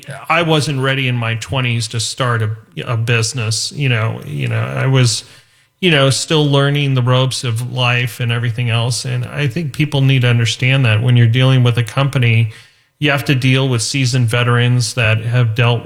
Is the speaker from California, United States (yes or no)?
yes; Los Angeles, California, United States; I grew up in Woodland Hills. You know, mm-hmm. I didn't grow up in East LA or anything like that.